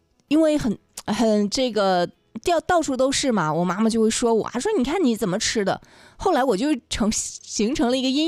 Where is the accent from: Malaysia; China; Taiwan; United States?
China; Northeast China; 作为一个东北人，折耳根说实在的真的是有一点吃不惯。